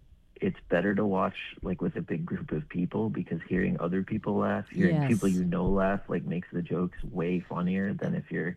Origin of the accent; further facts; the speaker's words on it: Bethel, Alaska, United States; And I think growing up here, that's always something that, like, made growing up in Bethel or the YK Delta really great